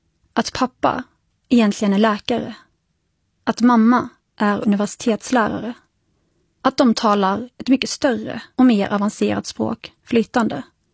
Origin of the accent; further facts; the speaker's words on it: Sweden; Att växa upp som arab i Sverige efter 11 september innebär att jag konstant behövt bemöta fördomsbilden av en arab